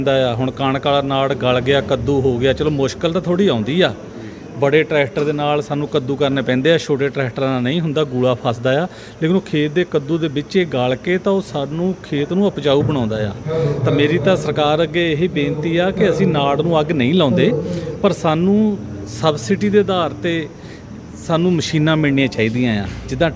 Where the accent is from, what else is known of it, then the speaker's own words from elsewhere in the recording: Lutera Kalan, Punjab, India; ਮੇਰਾ ਪਿੰਡ ਲੁਟੇਰਾ ਕਲਾਂ।